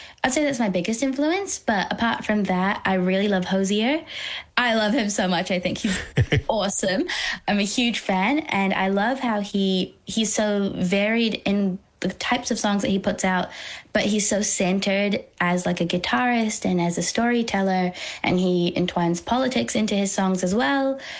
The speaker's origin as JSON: {"language": "English", "country": "Bangladesh", "said": "My biggest musical influence is my own culture. I'm from Bangladesh."}